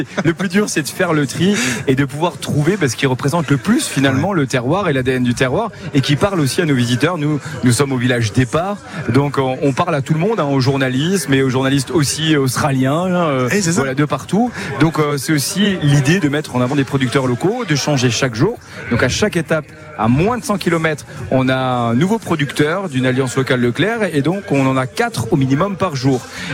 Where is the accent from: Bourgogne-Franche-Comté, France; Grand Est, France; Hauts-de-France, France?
Grand Est, France